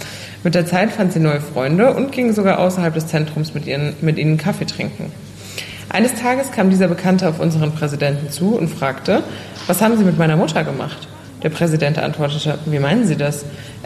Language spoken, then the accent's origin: German; Sarajevo, Federation of Bosnia and Herzegovina, Bosnia & Herzegovina; Ich bin in Sarajevo geboren und lebe immer noch dort.